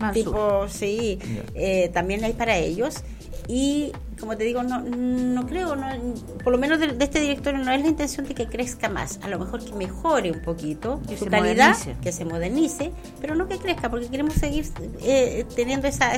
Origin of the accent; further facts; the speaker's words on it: Romeral, Maule, Chile; now in Curicó, Chile; Yo la verdad que nací en Curicó, pero hasta los 15 años vivía en Romeral. Pero desde entonces ya soy, me creo una curicana.